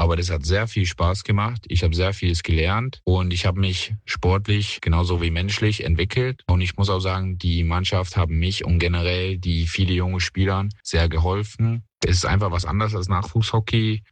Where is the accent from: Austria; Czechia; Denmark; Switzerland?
Denmark; Esbjerg, Southern Denmark; German is a second language; Ich verbringe meinen Sommer in meinem Heimat in Dänemark, Esbjerg.